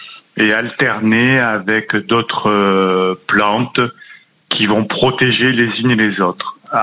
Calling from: Marseille, Provence-Alpes-Côte d'Azur, France; À Marseille, directement.

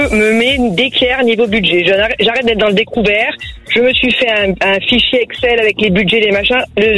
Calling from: Grenoble, Auvergne-Rhône-Alpes, France; de Grenoble.

